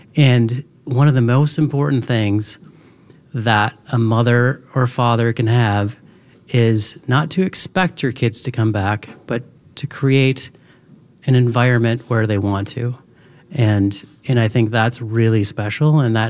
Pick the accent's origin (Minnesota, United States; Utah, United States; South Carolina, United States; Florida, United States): Minnesota, United States; Roseau; now in Grand Rapids, United States; Where I grew up in Roseau, Minnesota, everybody kind of wanted to move away because it was tiny.